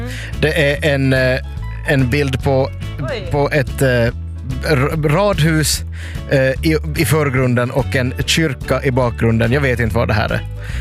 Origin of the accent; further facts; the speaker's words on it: Nykarleby, Ostrobothnia, Finland; är från centrum i Nykarleby